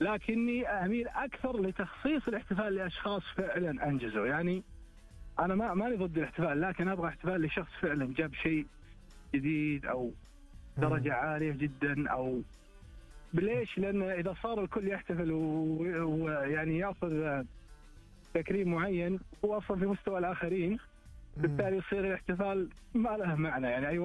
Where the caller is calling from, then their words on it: Riyadh, Riyadh Province, Saudi Arabia; من الرياض